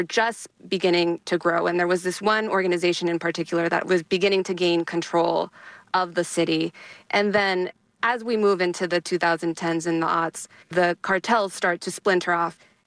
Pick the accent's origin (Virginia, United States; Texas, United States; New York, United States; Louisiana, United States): Texas, United States; El Paso; in my hometown of El Paso.